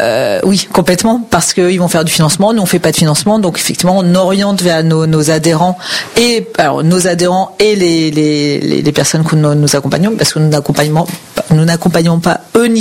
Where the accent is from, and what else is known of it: France